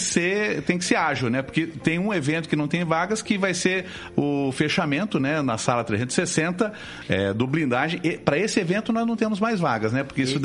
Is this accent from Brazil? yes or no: yes; Guarapuava, Paraná, Brazil; Mas eu aprendi, né? Eu me alfabetizei em Guarapuava, lá no Nosso Senhor Belém.